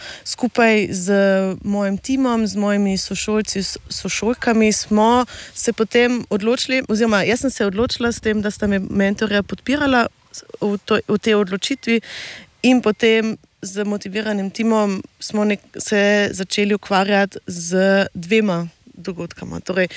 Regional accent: Carinthia, Austria; Omenila sem že, da sem koroška Slovenka

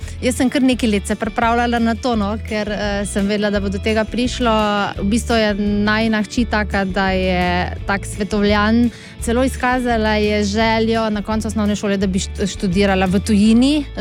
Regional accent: Šentjur, Savinja, Slovenia; Ja, mi smo iz Šentjurja pri Celju, tako da v Šentjurju smo naložili avto, ja, in potem se pripeljali v Ljubljano.

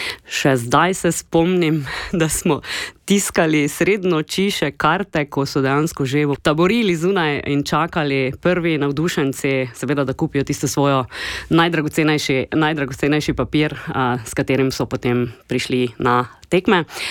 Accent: Ljutomer, Prlekija, Slovenia; accent: Prlekija; prihajam iz Prlekije, sem 100% prlečka

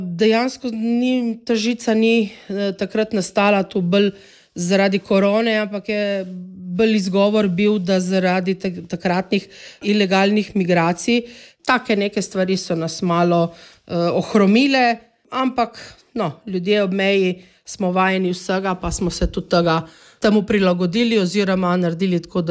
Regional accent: Ilirska Bistrica, Littoral–Inner Carniola, Slovenia; Še kot mladostniki smo iz Ilirske Bistrice vedno hodili v reko, v Opatijo, zvečer na kavo, na sprehod, na morje.

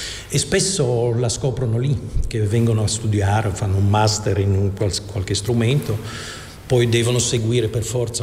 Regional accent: Flanders, Belgium; Italian is a second language; moved away as an adult; now in Marche, Italy; sono cresciuto nelle Fiandre vicino a Bruges

